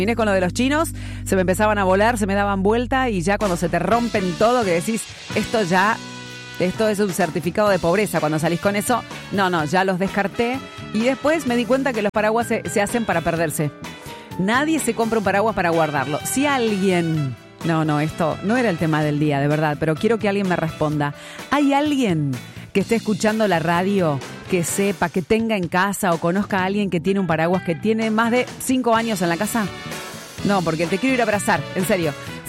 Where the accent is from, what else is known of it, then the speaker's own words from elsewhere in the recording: Chivilcoy, Buenos Aires Province, Argentina; como vos y yo, que somos de Chivilcoy.